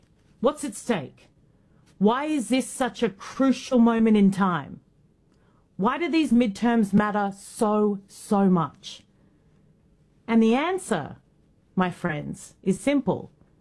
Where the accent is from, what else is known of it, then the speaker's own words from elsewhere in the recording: Australia; Yes, I'm an Aussie. I need you at the top of your game, or my country's screwed. And let's not start on what my government's doing.